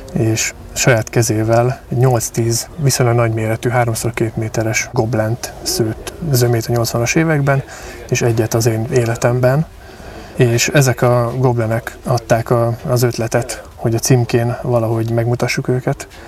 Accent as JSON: {"language": "Hungarian", "town": "Tapolca", "region": "Veszprém County", "country": "Hungary", "tie": "born or raised there", "said": "Én a Badacsonyi borvidékhez kötődöm. Tapolcán születtem, itt nőttem fel a hegyek között"}